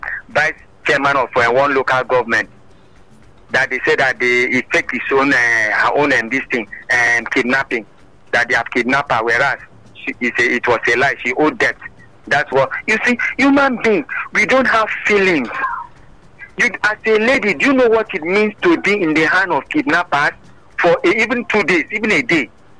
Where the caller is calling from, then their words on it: Antigua & Barbuda; calling from Antigua.